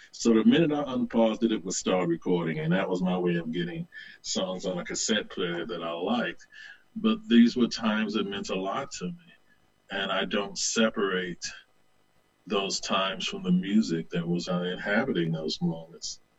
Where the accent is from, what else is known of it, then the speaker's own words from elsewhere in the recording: the South, United States; I grew up in the Bible Belt, and it's who I was. It's who I continue to be in many ways. I don't consider myself a Christian at this point